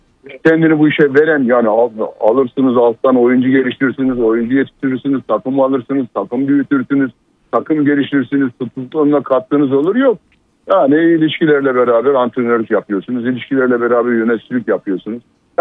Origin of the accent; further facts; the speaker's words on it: Trabzon, Turkey; Benim şehrim